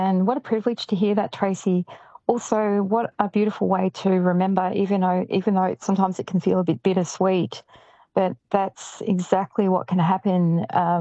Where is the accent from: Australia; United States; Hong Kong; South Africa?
Australia; Shepparton, Victoria; I mean, I grew up in Shepparton and I remember doing, you know … when they were so big